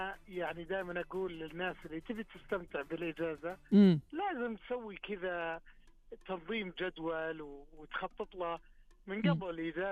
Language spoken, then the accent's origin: Arabic; Taif, Makkah Province, Saudi Arabia; now in Riyadh, Saudi Arabia; الطايف ديرتي ومسقط راسي.